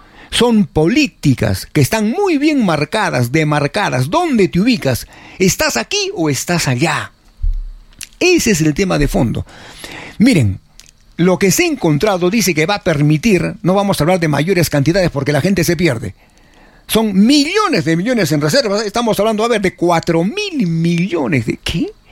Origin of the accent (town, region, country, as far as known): Peru